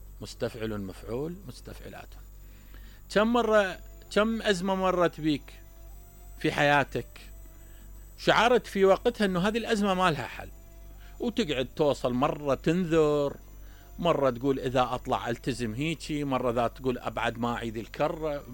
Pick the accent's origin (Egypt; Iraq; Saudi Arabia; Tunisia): Iraq; احنا كعراقيين عشناها مثلا